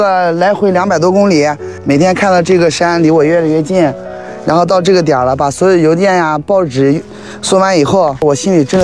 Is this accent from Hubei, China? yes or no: no; Xinjiang, China; 我是从小就在这生，在这长大的